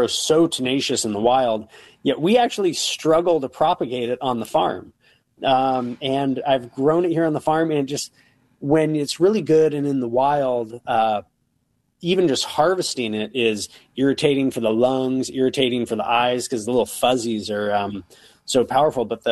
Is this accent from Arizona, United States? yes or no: no; Bakersfield, California, United States; moved away; I'm originally from California. Bakersfield, the Central Valley of California